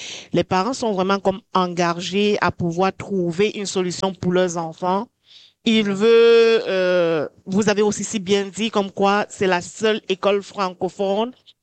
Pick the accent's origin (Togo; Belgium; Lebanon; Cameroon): Cameroon; now in Thompson, Canada; Je suis camerounaise d'origine.